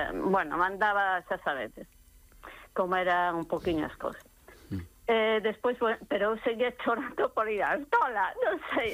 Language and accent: Galician; Betanzos, Galicia, Spain; Os que somos de Betanzos ou que vivimos en Betanzos, os que sabemos...